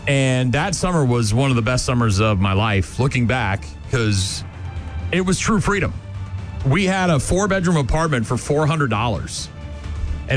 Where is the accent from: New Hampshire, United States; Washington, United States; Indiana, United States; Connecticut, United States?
New Hampshire, United States; Nashua; We lived, we moved into a house on Syracuse Road in Nashua, New Hampshire, my hometown. And I grew up there. I spent most of my life there